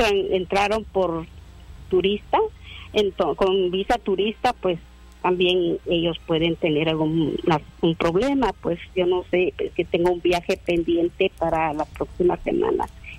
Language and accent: Spanish; Guatemala; Nosotros somos de Guatemala, ya no recuerdo si por asilo o otro.